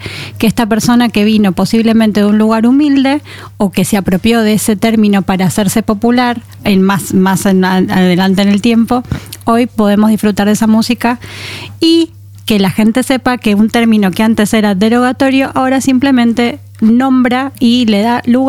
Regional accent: Buenos Aires, Argentina; Digo shh, ese shh es ya. Porque vengo de Buenos Aires.

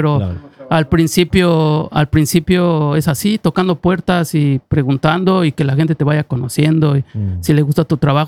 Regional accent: Mexico; moved away as an adult; now in Norway; soy DJ, vengo de México

